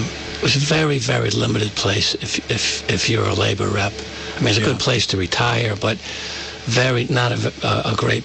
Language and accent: English; New York, United States; My family's from, I grew up in New York in Nassau County.